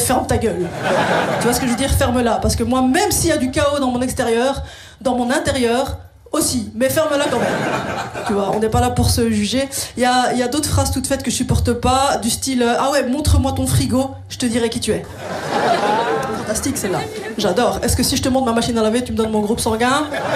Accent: Molenbeek, Brussels-Capital Region, Belgium

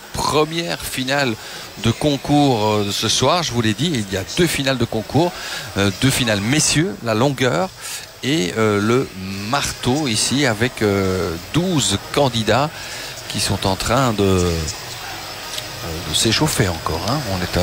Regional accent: Belgium; chez nous en Belgique

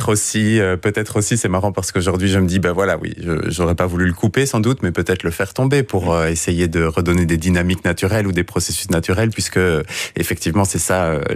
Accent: Tournai, Wallonia, Belgium; born there; Oui, tout à fait, je suis né à Tournai.

